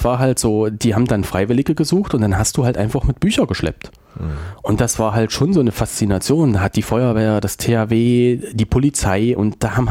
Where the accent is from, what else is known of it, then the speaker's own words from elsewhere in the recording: Weimar, Thuringia, Germany; Ich bin gebürtiger Weimarer